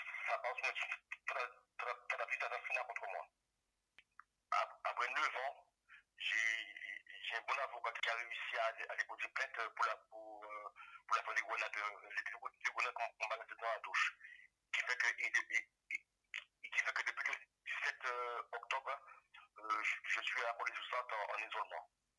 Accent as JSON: {"language": "French", "region": "Guadeloupe", "country": "France", "moved": "yes", "said": "moi, je suis un Guadeloupéen, et j'ai le mental, et la force de tenir malgré tout. Même si c'est dur, mais je sais qu'un jour, tout ça va se terminer, et puis je rentrerai chez moi en Guadeloupe"}